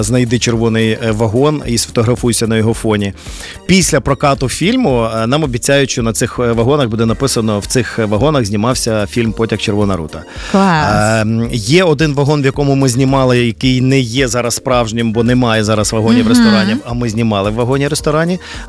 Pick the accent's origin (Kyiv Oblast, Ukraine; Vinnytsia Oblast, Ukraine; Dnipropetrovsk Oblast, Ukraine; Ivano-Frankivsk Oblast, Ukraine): Ivano-Frankivsk Oblast, Ukraine; Ivano-Frankivsk; я виріс в Івано-Франківську